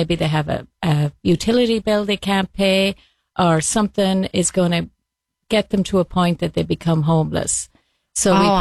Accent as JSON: {"language": "English", "country": "Ireland", "lives_now": "United States", "said": "Well, I kind of, from the time that I came from Ireland, I've been involved with supporting, helping the homeless."}